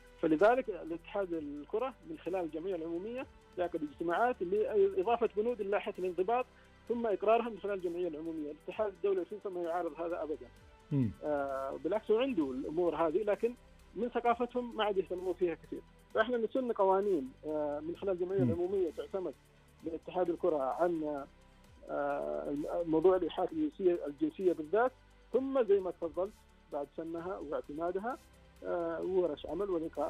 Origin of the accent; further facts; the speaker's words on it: Saudi Arabia; لأن إحنا سعودية في المبادئ، سعودية في القيم